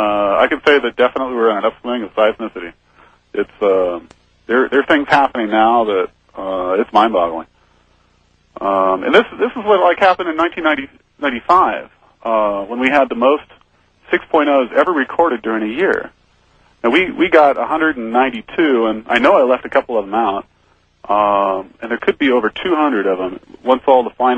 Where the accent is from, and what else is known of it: Hayward, California, United States; born or raised there